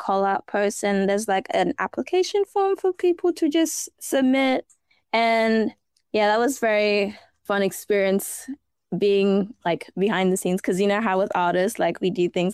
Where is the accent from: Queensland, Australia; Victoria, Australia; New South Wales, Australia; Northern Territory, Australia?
Northern Territory, Australia; Darwin; I am born and bred in Darwin and I'm proud of that.